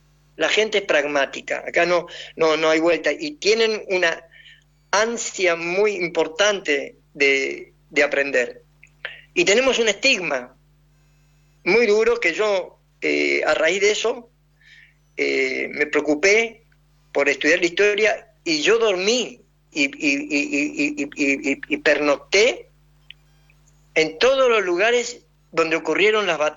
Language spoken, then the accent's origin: Spanish; Argentina; now in Paraguay; soy argentino. Soy argentino, yo uso mi camiseta de Argentina, yo grito los goles, no voy a cambiar mi idioma, no sé hablar guaraní, sé muy pocas cosas